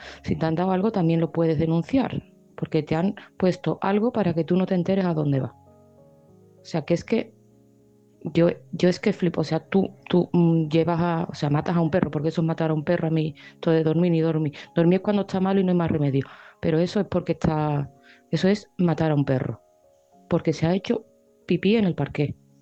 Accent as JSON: {"language": "Spanish", "town": "Seville", "region": "Andalusia", "country": "Spain", "said": "de Sevilla y este mensaje va para Mari Carmen."}